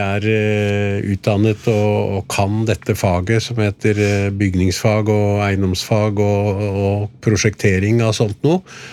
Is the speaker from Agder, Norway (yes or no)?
no; Oslo, Norway; also born or lived in Vestfold; now in Tønsberg, Norway; jeg kommer egentlig fra Oslo, men har levd store deler av livet mitt i Vestfold. Nå heter det Tønsberg kommune, gamle Ramnes kommune, så det er på andre siden av fjorden fra der vi sitter nå.